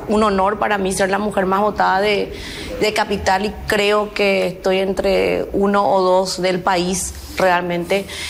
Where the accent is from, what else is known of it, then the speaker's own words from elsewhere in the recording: Asunción, Paraguay; Yo soy de Asunción, soy del barrio Sajón.